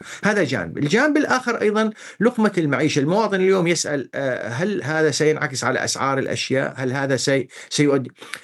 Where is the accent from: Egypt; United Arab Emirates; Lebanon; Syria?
Syria; نحن كسوريين